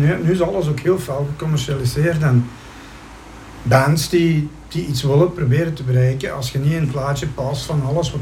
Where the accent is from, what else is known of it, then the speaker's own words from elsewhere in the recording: Diepenbeek, Flanders, Belgium; ik kom nu uit Diepenbeek.